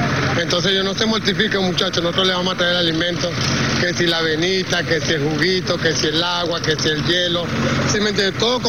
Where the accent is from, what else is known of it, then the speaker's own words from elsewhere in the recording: Venezuela; igualito sigo viniendo, porque somos venezolanos y todo nos duele lo que sucedemos.